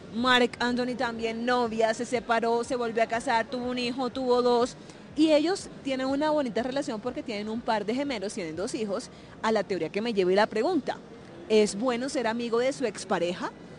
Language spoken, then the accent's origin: Spanish; Caribbean coast, Colombia; Yo soy costeña